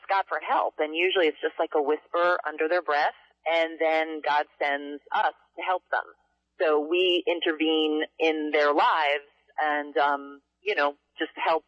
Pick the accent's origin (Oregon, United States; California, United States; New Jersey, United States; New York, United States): New Jersey, United States; Hoboken; born there; also born or lived in North Bergen / Florida; Yeah, I was born in Hoboken. I lived in North Bergen, and then we moved down to Florida.